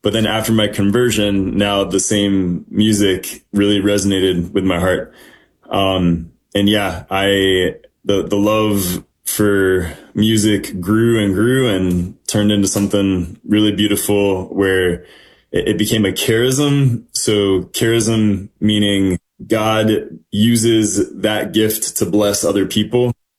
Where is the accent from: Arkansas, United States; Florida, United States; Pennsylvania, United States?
Florida, United States; We grew up in Florida